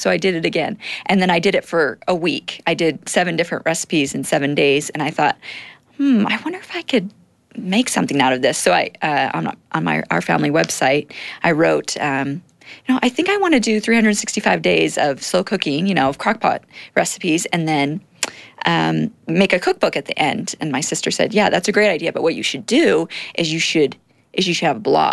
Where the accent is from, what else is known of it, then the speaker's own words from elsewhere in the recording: Great Falls, Montana, United States; moved away as an adult; also born or lived in Provo, Utah / Ohio; now in Salt Lake City, United States; I grew up in Montana, in Great Falls. I had 6 sisters growing up, no brothers